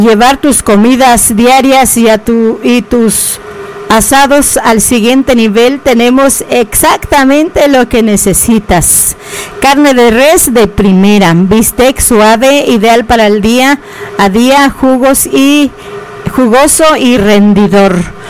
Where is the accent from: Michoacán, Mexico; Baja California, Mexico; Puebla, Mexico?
Michoacán, Mexico; first language Spanish; Y mi lengua materna efectivamente fue el castellano, pero viviendo en una comunidad, estando en una comunidad nativa de una comunidad purépecha, obviamente había gente que hablaba purépecha y, pues, nos crecimos así hablando los dos idiomas, el purépecha y el castellano